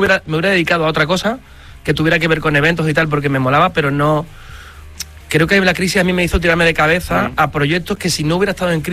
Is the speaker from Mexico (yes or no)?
no; La Rinconada, Andalusia, Spain; echarme a la espalda la caseta de feria de mi pueblo.